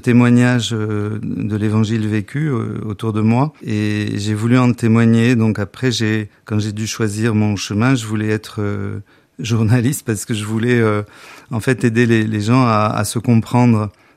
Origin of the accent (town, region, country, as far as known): Algeria; born or raised there